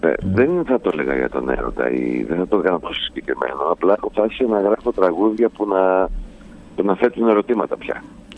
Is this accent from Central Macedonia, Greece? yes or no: yes; Thessaloniki, Central Macedonia, Greece; ειδικά σαν Θεσσαλονικιός